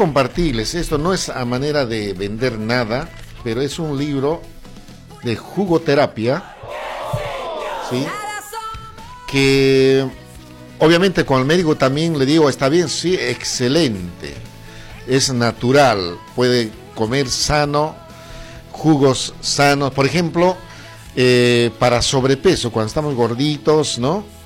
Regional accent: Bolivia; nosotros como bolivianos

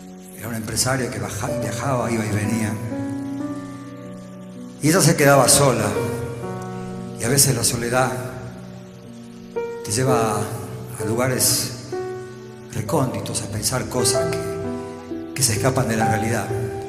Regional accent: Buenos Aires, Argentina; Lucía y yo nos criamos allá en Villa Urquiza. Y me acuerdo, bueno, en la calle Pacheco y Verá. Era una calle de casitas muy bajas

